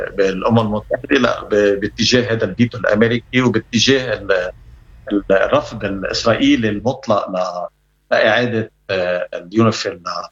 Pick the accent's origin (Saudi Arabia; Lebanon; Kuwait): Lebanon; بدنا يكون عندنا إرادة نحن كلبنانيين أنه أولشين نستعيد أراضينا من الاحتلال الإسرائيلي